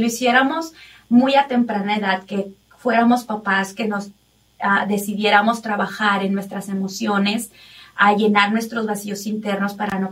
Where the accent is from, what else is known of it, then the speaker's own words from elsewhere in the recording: Mexico; yo crecí en México